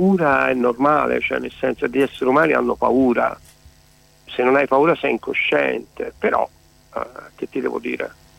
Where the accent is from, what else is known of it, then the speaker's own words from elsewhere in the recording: Sicily, Italy; moved away; io da siciliano trapiantato in Toscana ci ho partecipato anch'io